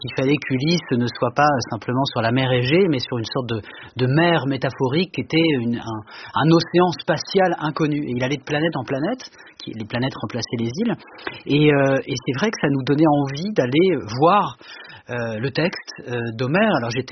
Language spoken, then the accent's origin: French; Le Havre, Normandy, France; Moi, j'ai grandi au Havre, alors ma professeure de grec nous ouvrait les portes de la Méditerranée